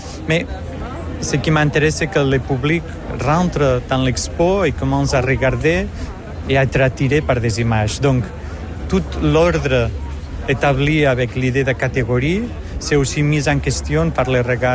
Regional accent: Manresa, Catalonia, Spain; French is a second language; moved away as an adult; now in Brussels, Belgium; artiste espagnol de Manresa, mais que j'habite à Bruxelles depuis des années déjà.

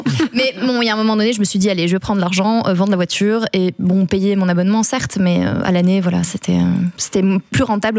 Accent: Liège, Wallonia, Belgium; moved away as an adult; now in Brussels, Belgium; j'ai vendu ma voiture en arrivant à Bruxelles, je viens de Liège

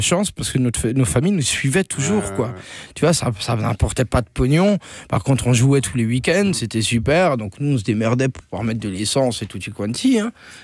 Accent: Grand Est, France; J'ose même pas sortir dans la rue parce que, tu sais, moi, je suis d'Alsace. Et puis, ça me fait bizarre de voir autant de gens dans la rue.

